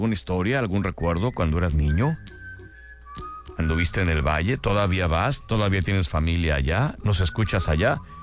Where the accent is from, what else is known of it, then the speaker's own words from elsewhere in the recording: Mexico; que soy mexicano